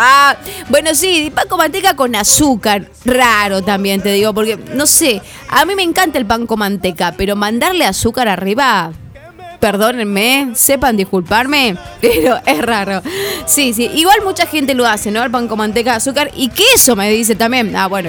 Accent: Tucumán, Argentina; soy más tucumana.

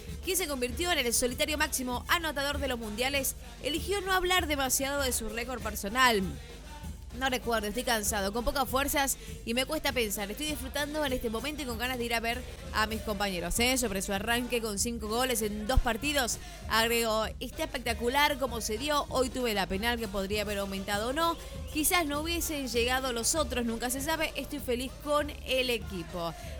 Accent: Argentina; tenemos como argentino a nuestro Messi

